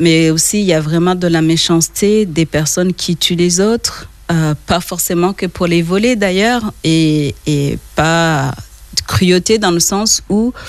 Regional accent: Rwanda; moved away; also born or lived in Benin; Oui, en tant que Rwandaise, on a une difficulté entre le R et le L.

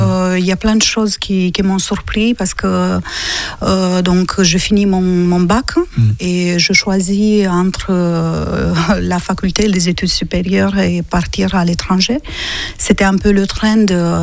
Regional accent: Războieni, Iași County, Romania; moved away as an adult; Sauf que moi, je suis née à Iași, mais j'ai vécu à 50 km dans la campagne. Et cette petite ville que j'aime beaucoup s'appelle Războieni. Et c'est là que j'ai grandi.

